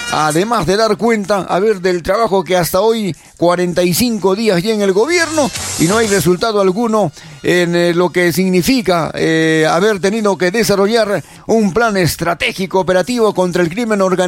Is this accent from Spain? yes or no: no; Peru; ¿De qué somos dueños los peruanos el día de hoy?